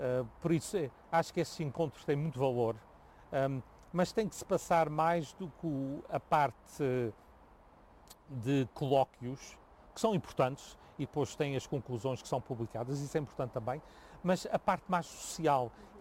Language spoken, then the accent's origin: Portuguese; Angra do Heroísmo, Azores, Portugal; Eu, para ser sincero, sou mais apegada a qualquer sítio de Portugal do que a minha terra natal. Gosto muito de ir à Terceira, porque ainda tenho família lá.